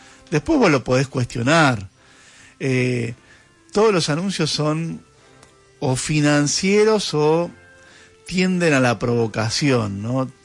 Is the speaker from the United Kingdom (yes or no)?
no; Argentina; no es no mirar los problemas que realmente tenemos y que arrastramos como argentinos